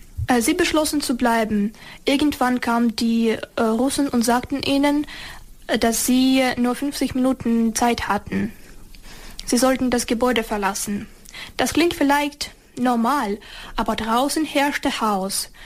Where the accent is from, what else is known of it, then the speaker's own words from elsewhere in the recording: Hostomel, Kyiv Oblast, Ukraine; German is a second language; moved away; also born or lived in Zhytomyr; eigentlich bin ich in Jedoma geboren, aber danach sind meine Eltern und ich nach Kiew umgezogen. Ja, aber den großen Teil meines Lebens habe ich jedoch im Hostomel gelebt. So, es ist ein kleiner Staat in der Region Kiew. Kann ich sagen, so bis zur Hauptstadt war es etwa 15 Minuten mit dem Auto.